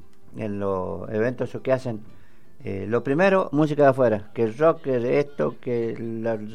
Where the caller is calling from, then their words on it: Mendoza, Argentina; yo no soy turista, yo soy mendocino, soy de acá, de mi tierra.